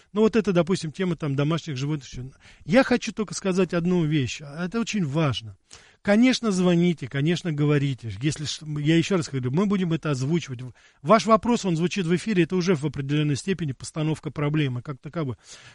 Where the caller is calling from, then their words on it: Krasnodar, Krasnodar Krai, Russia; Ну, всем привет, я передаю из Краснодара.